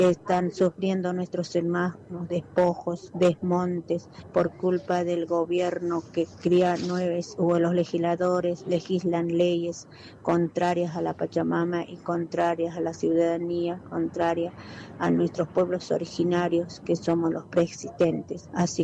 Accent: Rinconada, Jujuy, Argentina; que venimos desde Rinconada, de la provincia de Jujuy, que salimos el 3 de agosto.

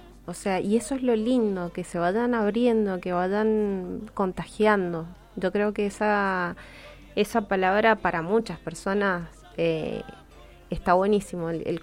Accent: Mendoza, Argentina; nosotros, como mendocino

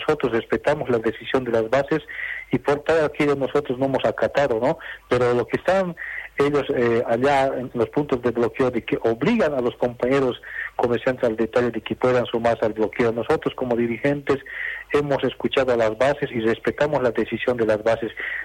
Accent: Bolivia; como bolivianos y bolivianas

